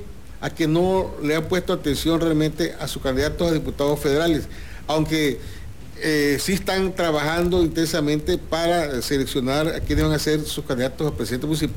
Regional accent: Tabasco, Mexico; cómo somos los tabasqueños

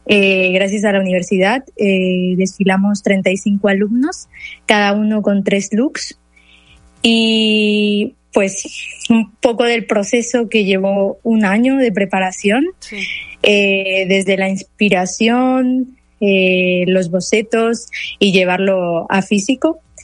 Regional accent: Mexico; Como mexicana que soy, creo que es importante dar visibilidad que en México también hay talento y que hay que apoyarlo.

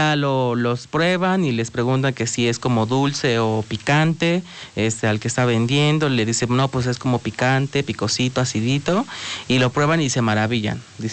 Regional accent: Mexico; Siendo como mexicano

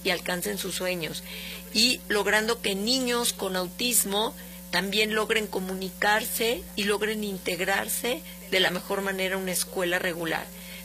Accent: Mexico; nos recuerda lo que realmente somos los mexicanos, ¿no?

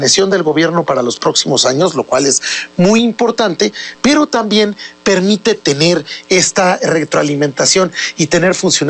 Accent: Puebla, Mexico; Yo soy poblano, Rafa, tú lo sabes, aquí nací, aquí me crié en el centro histórico, toda mi vida prácticamente la he hecho en Puebla y estoy criando hoy a mi hijo como padre soltero en Puebla.

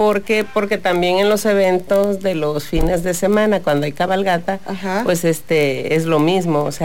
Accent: Tabasco, Mexico; como buen trabajador tabasqueño

